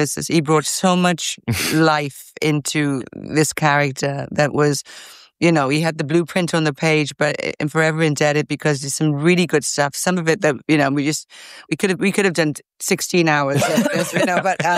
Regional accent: Wales, United Kingdom; accent: Welsh; I think was using my Welsh accent

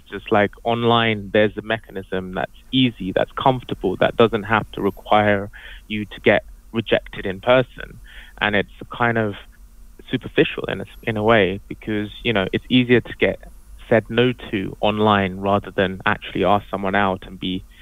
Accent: London, United Kingdom; Like, I'm from London, and it's so many people that are around

